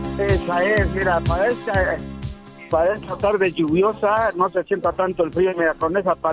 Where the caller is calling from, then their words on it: Puebla, Mexico; estamos aquí en Angelópolis